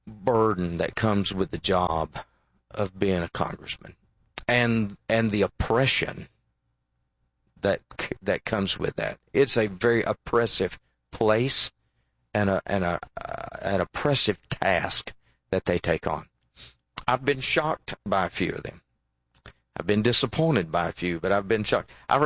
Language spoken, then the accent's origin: English; Tennessee, United States; And there was a Democrat congressional member from Tennessee, my home state, the only Democrat congressional member we had at the time